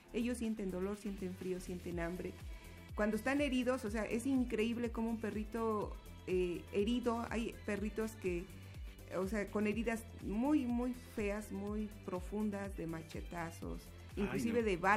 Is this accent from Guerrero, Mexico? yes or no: yes; Guerrero, Mexico; moved away; also born or lived in Apizaco, Tlaxcala; Yo viví aquí 10 años, por cuestiones de la vida yo tuve que regresarme a Majac de Guerrero, que es el lugar, mi pueblo ahí, y yo soy originaria de ahí.